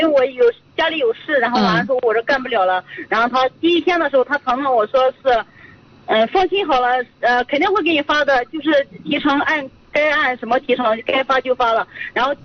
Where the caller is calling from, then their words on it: Yuncheng, Shanxi, China; 我是咱们山西运城盐湖区的。